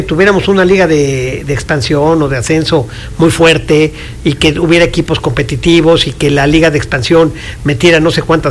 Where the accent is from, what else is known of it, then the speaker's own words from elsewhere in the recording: Puebla, Mexico; nosotros como poblanos